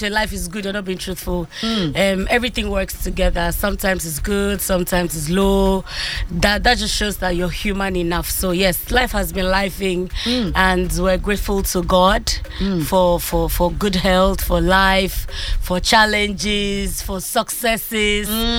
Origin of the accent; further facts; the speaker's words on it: Ghana; I'm still a Ghanaian. And I still live in Ghana